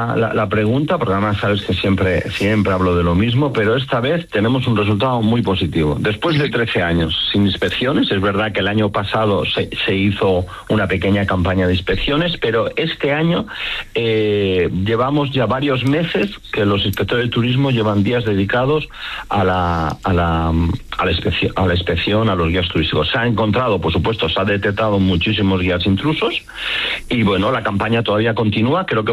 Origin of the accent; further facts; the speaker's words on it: Balearic Islands, Spain; A ver, yo soy mallorquín, entiendo muy bien lo que está pasando en las islas.